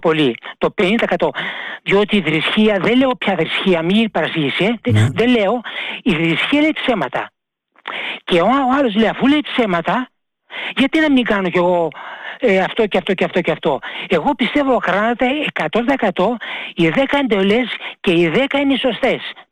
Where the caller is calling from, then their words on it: Glyfada, Attica, Greece; από τη Γλυφάδα.